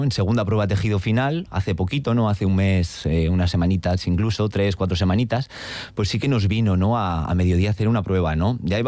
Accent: Getxo, Basque Country, Spain; Los que soy de Algorta de Guecho

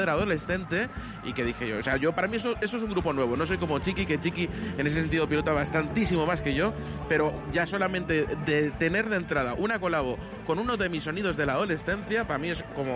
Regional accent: Vitoria-Gasteiz, Basque Country, Spain; A ver, que soy de Adurza

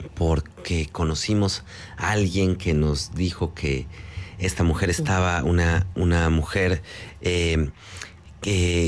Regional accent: Durango, Mexico; now in Mexico City, Mexico

